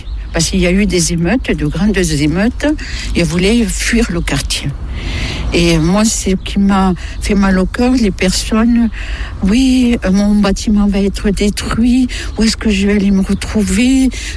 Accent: Cellier, France; now in Chambord, France; J'ai supplié mon mari de revenir sur Montauban, et moi j'ai atterri à Cellier, là où j'ai grandi avec mes parents et mes frères et sœurs. Et de Cellier, je suis partie aux Chênes. Des Chênes, je suis à Chambord.

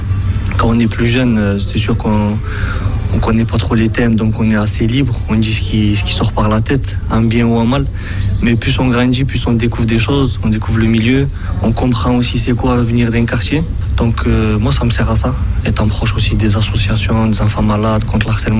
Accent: France; Donc, moi, je suis né aux Chaumes. Mes parents habitaient Pyrénées, mes grands-parents Chaumes et mes autres grands-parents Cellier. Donc, purement produit de là-bas.

